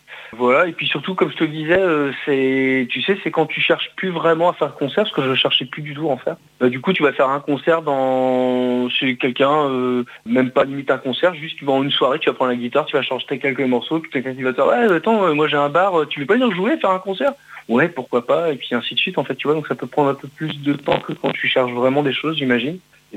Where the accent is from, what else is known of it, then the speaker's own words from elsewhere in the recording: Rennes, Brittany, France; Ouais, bonjour à tous. Je suis bien de Rennes.